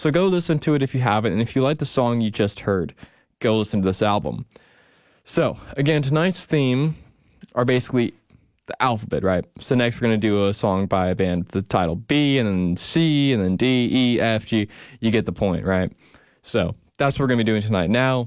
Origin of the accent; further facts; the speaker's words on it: Oregon, United States; now in Texas, United States; I'm from Oregon.